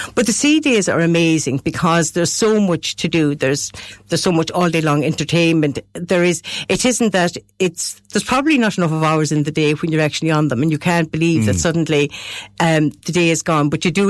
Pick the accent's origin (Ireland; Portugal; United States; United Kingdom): Ireland; being an Irish person on a ship that's mainly Americans